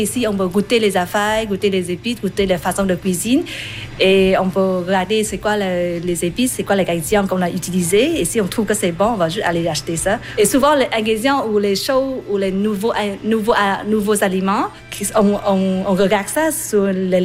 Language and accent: French; Vietnam; French is a second language; Je viens de Vietnam.